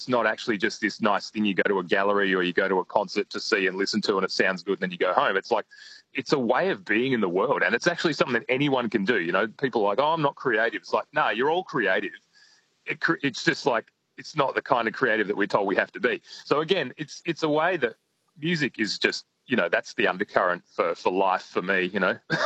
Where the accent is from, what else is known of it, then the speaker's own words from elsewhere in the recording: Denmark; And my hometown in Denmark, there's the Wallery, which is another sort of community